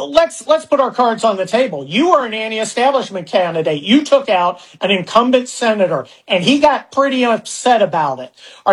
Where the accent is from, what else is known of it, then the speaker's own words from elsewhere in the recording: California, United States; Well, look, Attorney General Paxton, I'm a, look, I am a Californian. I'm coming back here to Houston. I lived here for 4 months while I was an infant.